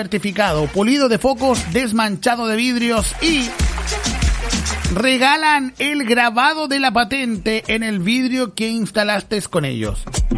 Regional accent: Chile; Pues así somos chilenos, pues así somos los chilenos.

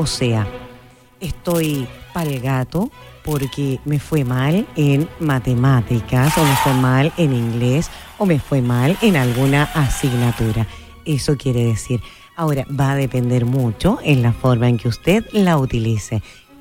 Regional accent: Chile; Somos grandes los chilenos

